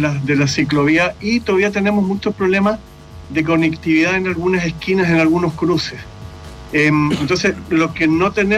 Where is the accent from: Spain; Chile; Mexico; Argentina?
Chile; Valparaíso; born there; yo soy nacido en Valparaíso. Mi padre era de origen alemán.